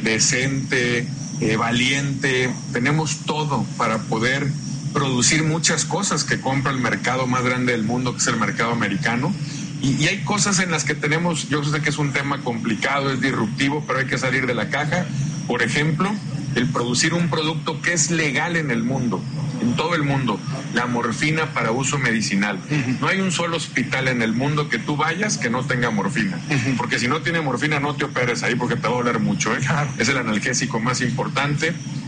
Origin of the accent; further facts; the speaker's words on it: Sinaloa, Mexico; mi país y sobre todo en mi estado